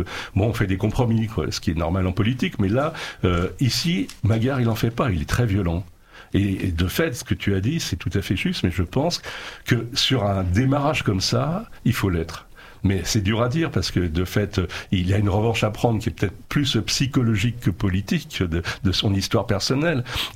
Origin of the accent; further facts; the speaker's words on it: France; now in Hungary; en tant que Français établi ici